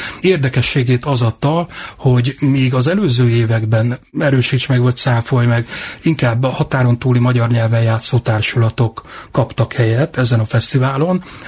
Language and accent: Hungarian; Salgótarján, Nógrád, Hungary; born there; Tarjánéban születtem, igen